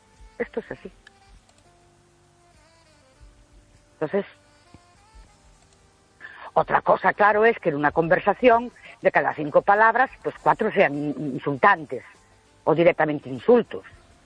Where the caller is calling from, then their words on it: Ourense, Galicia, Spain; Buenas noches … de Ourense.